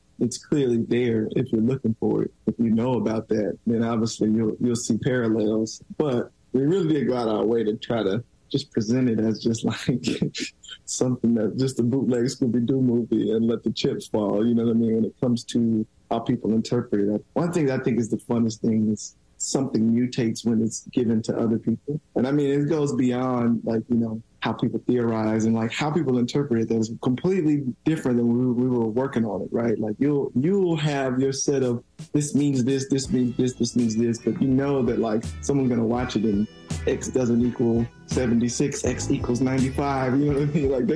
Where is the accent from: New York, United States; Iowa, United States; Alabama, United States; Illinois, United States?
Alabama, United States; Tuskegee; I mean, I'm from Tuskegee.